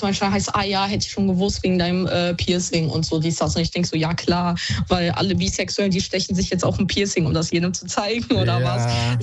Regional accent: Düsseldorf, North Rhine-Westphalia, Germany; Ja, Düsseldorf.

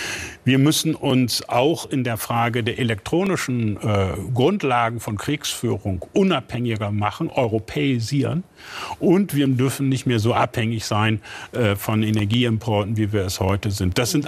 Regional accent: Northern Germany, Germany; ich komme aus dem Norden

